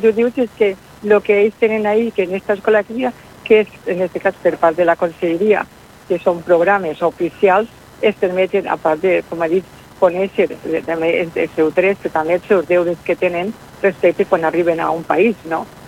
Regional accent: Valencian Community, Spain; aquests hàbits que tenim nosaltres com a valencians

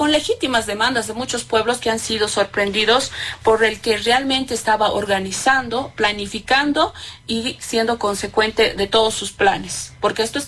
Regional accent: El Alto, La Paz, Bolivia; Yo quiero hacer una comparación porque yo lo he vivido en primera persona, yo soy del Alto, con esta situación que ha pasado en 2003

